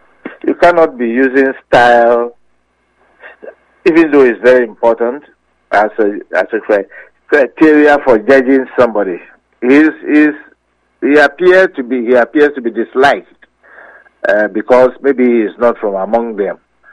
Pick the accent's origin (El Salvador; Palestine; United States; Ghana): Ghana; born there; I was born in Gold Coast. I live with you who in Ghana here.